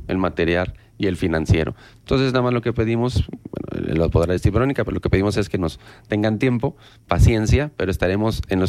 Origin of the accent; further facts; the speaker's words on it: La Laguna, Coahuila, Mexico; yo, como lagunero que soy, de Coahuila